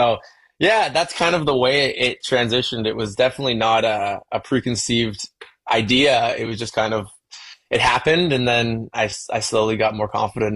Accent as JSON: {"language": "English", "town": "London", "region": "Ontario", "country": "Canada", "tie": "born or raised there", "said": "this artist who is an R&B singer from my hometown, which is London, Ontario."}